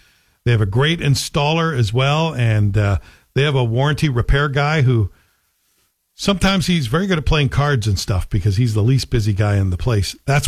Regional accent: Canada; as a Canadian.

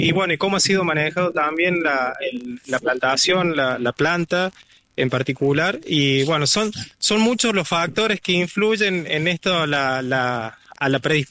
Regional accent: Quilino, Córdoba, Argentina

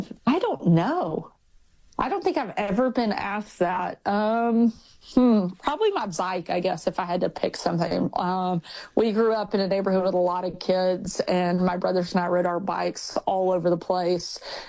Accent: Texarkana, Arkansas, United States; also born or lived in Little Rock, Arkansas; I grew up in the deep south of Arkansas, and he is from Arkansas and was doing a hometown concert. I was probably 7 or 8 in my hometown of Texarkana, which is not far from where he grew up.

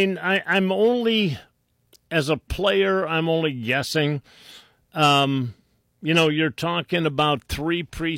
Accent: Ohio, United States; For me, this was my Northeast Ohio. It was my hometown

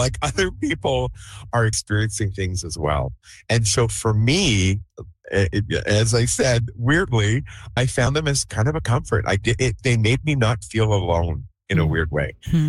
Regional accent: Alberta, Canada; I grew up in Alberta. I grew up in a very religious household.

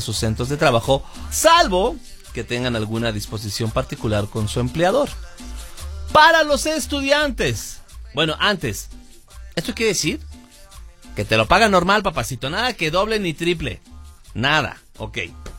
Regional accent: Mexico

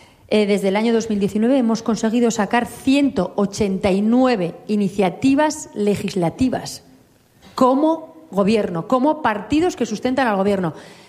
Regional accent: Navarre, Spain; mira, los navarros somos plurales, diversos, navarros que se sienten vascos, navarros que se sienten del mundo, navarros que se sienten solo navarros, navarros que se sienten navarros y españoles

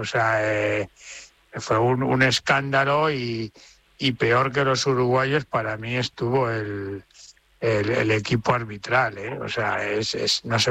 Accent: Mandayona, Castilla-La Mancha, Spain; Buenos días, aquí en mi pueblo, en la provincia de Guadalajara, disfrutando de la montaña.

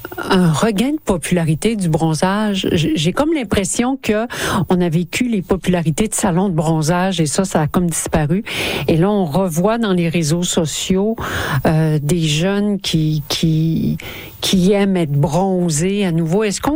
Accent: Canada; on est Canadien

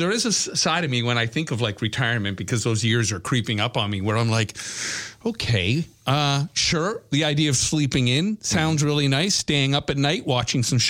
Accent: Brampton, Ontario, Canada; I grew up in Brampton, so there was the AMC plant.

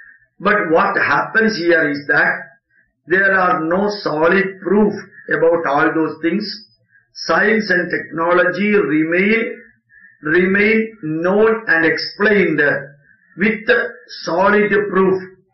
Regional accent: India

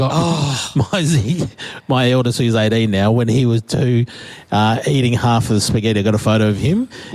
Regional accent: Broken Hill, New South Wales, Australia; out at Silverton, which is 20Ks out of our hometown, my hometown of Broken Hill.

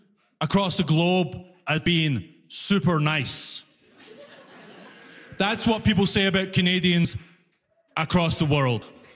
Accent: Glasgow, Scotland, United Kingdom; Because that's the thing, I'm from Glasgow, right? If you don't know, Glasgow is a knife crime capital of Europe. Every single Glaswegian person is a psychopath, including me. You do not want to mess with Scottish people, you know?

